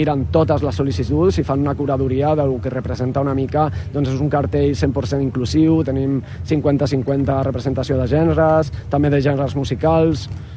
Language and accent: Catalan; Region of Murcia, Spain; Catalan is a second language; moved away as an adult; now in Barcelona, Spain; Jo sóc de Múrcia, però xerraré en català perquè estic molt enxixada amb això